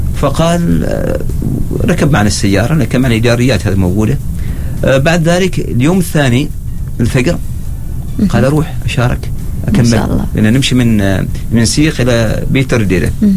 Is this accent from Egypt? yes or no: no; Oman; معنا في سلطة عمان